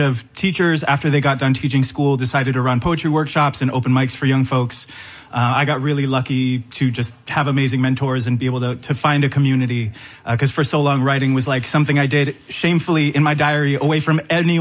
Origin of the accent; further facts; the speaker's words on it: Honolulu, Hawaii, United States; Honolulu, Hawaii.